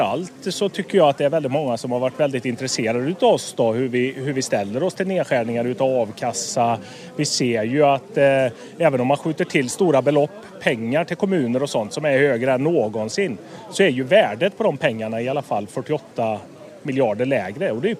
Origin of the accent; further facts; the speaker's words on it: Slutarp, Västra Götaland County, Sweden; Jag är uppvuxen ute i Kina Slutarp, men jag har bott i samhället.